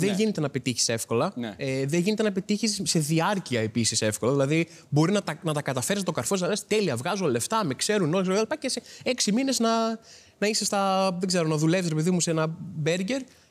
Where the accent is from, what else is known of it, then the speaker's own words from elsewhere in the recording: Trikala, Thessaly, Greece; now in Athens, Greece; Εμείς ήρθαμε από Τρίκαλα που είχαμε δύο μαγαζιά όλα και όλα. Οπότε ήρθαμε εδώ που είχε χιλιάδες